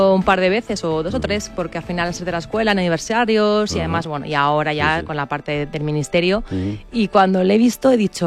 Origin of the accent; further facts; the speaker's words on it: Community of Madrid, Spain; a fin de año soy madrileña y me gusta correr en mi ciudad.